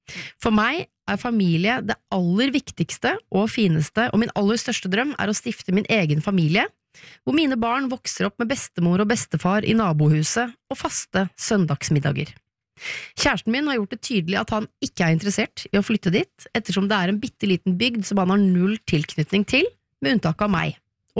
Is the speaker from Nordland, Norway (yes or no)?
no; Oslo, Norway; jeg er jo født og oppvokst I Oslo, gjorde det enkelt, fant meg fyr fra Oslo